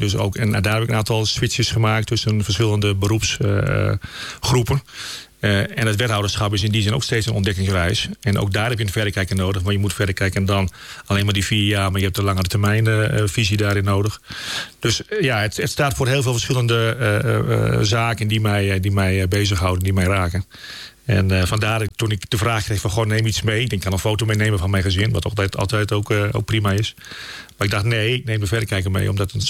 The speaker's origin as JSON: {"language": "Dutch", "country": "Netherlands", "tie": "born there", "said": "Nee, ik ben gewoon geboren in Nederland, maar er zit wel een Duitse roots en een Duitse familie achter. En er is nog steeds Duitse familie in Duitsland uiteraard."}